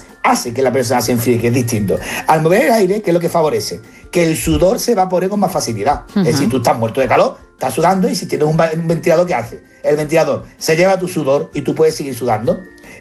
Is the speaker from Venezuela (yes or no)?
no; Seville, Andalusia, Spain